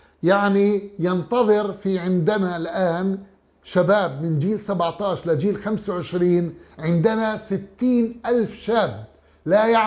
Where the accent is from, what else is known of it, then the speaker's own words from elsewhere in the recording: Israel; كفلسطينيين في داخل اسرائيل